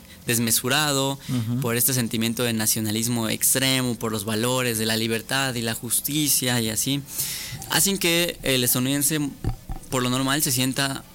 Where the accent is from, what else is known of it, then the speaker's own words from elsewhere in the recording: Mexico; Somos mexicanos, orgullosamente hechos del maíz.